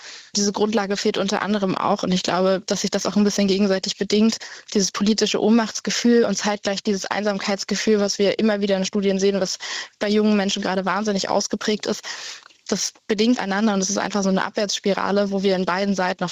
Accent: Saxony, Germany; Das kenne ich aus meinem Heimatbundesland Sachsen sehr gut.

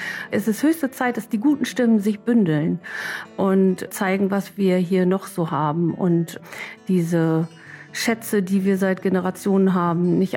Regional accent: Northern Germany, Germany; Ich komme ja aus dem Nordsten und da gibt es ein Sprichwort, das mag ich sehr gerne.

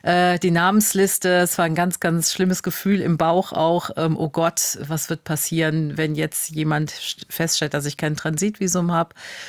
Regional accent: Unkel, Rhineland-Palatinate, Germany; Das ist bei uns in Unkel Scheuren, wo ich aufgewachsen bin, der Döppekuchen gewesen.

